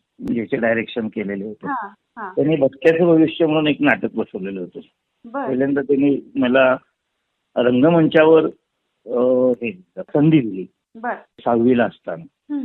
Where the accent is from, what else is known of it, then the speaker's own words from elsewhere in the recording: Kolhapur, Maharashtra, India; also born or lived in Kadgaon; आम्ही मूळचे तसे उकेरी तालुका अर्जुन. माझा जन्म कडगाव तालुका गडहिंग्लज जिल्हा कोल्हापूर, पण माझं बालपण सगळं कोल्हापुरात गेलेलं आहे.